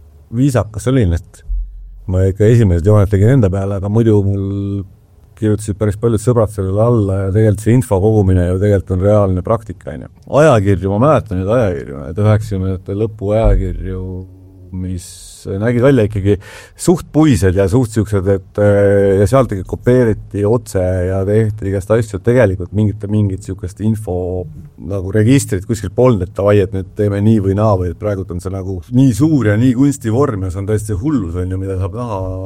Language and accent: Estonian; Tallinn, Harju County, Estonia; mu sõber Aivo Erin kelle ma kasvasin Roosikest tänaval